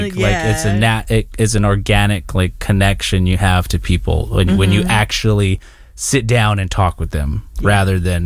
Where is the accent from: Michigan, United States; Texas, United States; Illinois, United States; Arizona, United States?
Arizona, United States; Gila River Indian Community; So I'm from the Gila River Indian community.